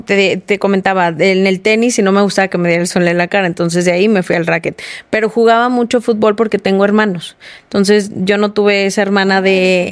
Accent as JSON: {"language": "Spanish", "region": "San Luis Potosí", "country": "Mexico", "said": "Y bueno, pues tú sabes, yo soy originaria de San Luis Potosí, y me tocó verlo entrenar ahí en la loma a Phelps"}